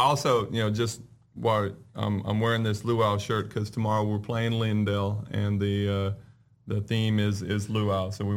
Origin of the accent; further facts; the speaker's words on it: California, United States; moved away as an adult; also born or lived in Oklahoma; now in East Texas, United States; I grew up in California